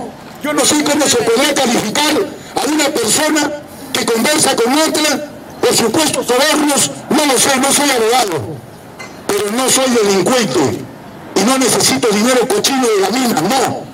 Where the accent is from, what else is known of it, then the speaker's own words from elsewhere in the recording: Tambo Valley, Arequipa, Peru; a mi pueblo del Valle de Tambo